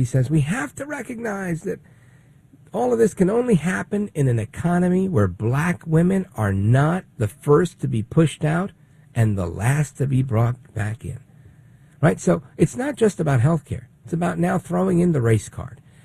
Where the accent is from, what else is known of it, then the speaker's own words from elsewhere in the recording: Brooklyn, New York, United States; born there; My parents are from Puerto Rico. I was born in Brooklyn, but we one big, happy Puerto Rican family.